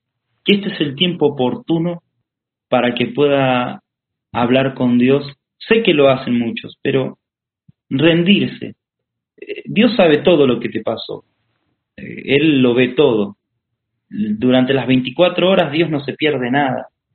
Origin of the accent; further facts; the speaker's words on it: Argentina; moved away as an adult; now in Brazil; yo estaba en Argentina, estaba haciendo trabajos misioneros en mi país